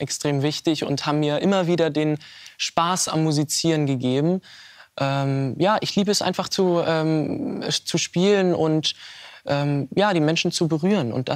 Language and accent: German; Weimar, Thuringia, Germany; Ich spiele bei Empor Weimar in meiner Heimatstadt.